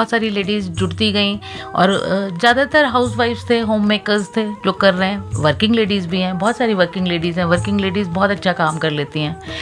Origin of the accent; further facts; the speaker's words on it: Uttar Pradesh, India; तो हम छोटे शहरों से हैं, यूपी के बहुत छोटे से शहर में